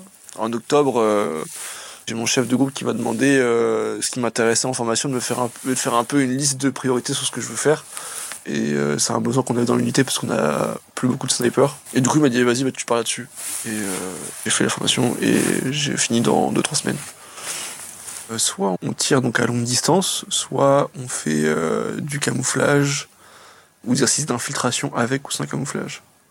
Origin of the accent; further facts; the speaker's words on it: Quimper, Brittany, France; now in Ukraine; je suis breton, je viens de Quimper et j'ai 27 ans. Et depuis presque 3 ans maintenant, je suis combattant en Ukraine.